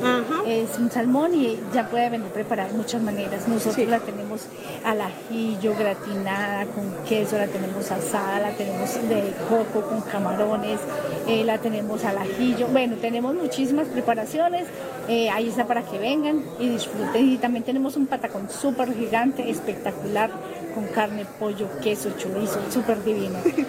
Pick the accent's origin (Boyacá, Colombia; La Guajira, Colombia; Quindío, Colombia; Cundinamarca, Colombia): Quindío, Colombia; Salento; Buenos días … soy de Salento, Quindío, tengo mi restaurante en el recinto gastronómico